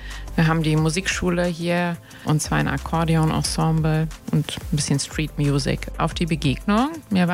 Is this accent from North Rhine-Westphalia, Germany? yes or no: yes; Mönchengladbach, North Rhine-Westphalia, Germany; gerade als gebürtige Mönchengladbacherin